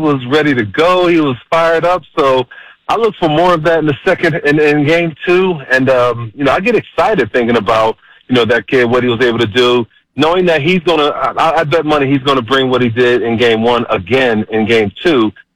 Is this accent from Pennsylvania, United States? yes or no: yes; Philadelphia, Pennsylvania, United States; moved away; I'm from Philadelphia, and we all root like the Big Five.